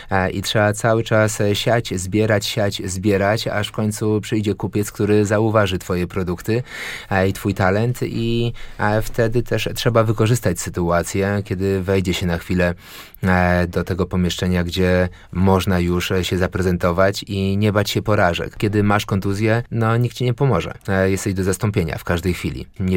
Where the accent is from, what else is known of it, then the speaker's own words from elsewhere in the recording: Łódź, Łódź Voivodeship, Poland; Tak, tak, jestem łodzianinem z krwi i kości. Urodziłem się na Bałutach, wychowałem się na Widzewie, Teofilowie i Rytkini, więc de facto w każdej dzielnicy tutaj w Łodzi mieszkałem